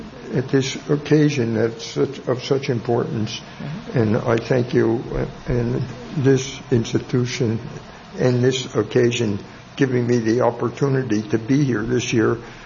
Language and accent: English; Newark, New Jersey, United States; I grew up in Newark, New Jersey. My father was a lawyer. It was the Depression. I went to high school there.